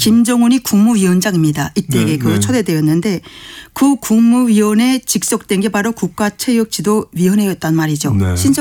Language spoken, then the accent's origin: Korean; North Korea; now in South Korea; 북한을 떠난 저로서는